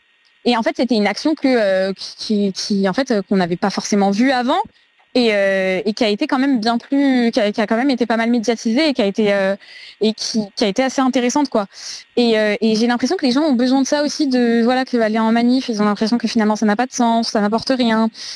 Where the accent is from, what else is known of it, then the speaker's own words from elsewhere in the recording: France; en tant qu'Européen et en tant que Français, d'autant plus, c'est notre héritage aussi